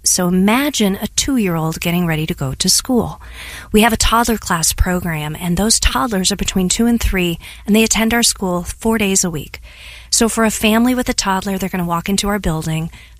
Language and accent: English; Ballwin, Missouri, United States; So I was lucky enough to go to Lutheran High School South in South County, Missouri, but I grew up in Ballin, so a bunch of my West County friends and I used to make the trek down south every single day.